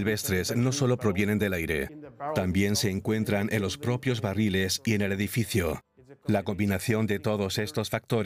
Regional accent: Brussels, Brussels-Capital Region, Belgium; Spanish is a second language; Yo nací y crecí en Bruselas y esta es la cerveza de nuestra gente.

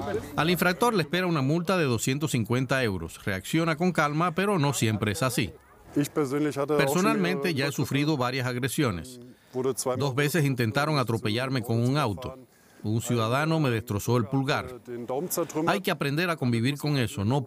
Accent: Netherlands; Spanish is a second language; Soy de Holanda

